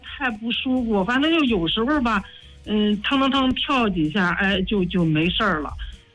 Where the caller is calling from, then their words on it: Shijiazhuang, Hebei, China; 我是石家庄的。